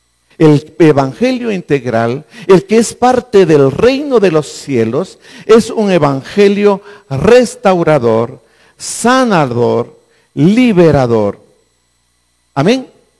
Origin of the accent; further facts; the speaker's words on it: Joyabaj, Quiché, Guatemala; moved away; Cuando salí de Joyabaj, ya sabéis que yo soy de Joyabaj, habían allí, yo creo que estamos haciendo un recuento, no más de 6 iglesias evangélicas, ¿no?